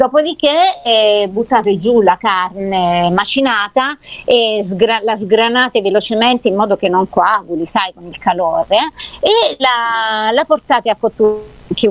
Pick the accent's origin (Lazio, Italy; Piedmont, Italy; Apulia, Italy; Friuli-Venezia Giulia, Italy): Apulia, Italy; Io sono salentina, certo.